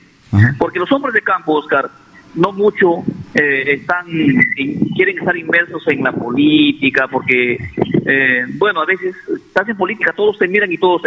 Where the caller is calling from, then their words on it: San Juan de la Libertad, Peru; También hay un ciudadano de San Juan de la Libertad, de mi pueblo, Porfirio Guevara.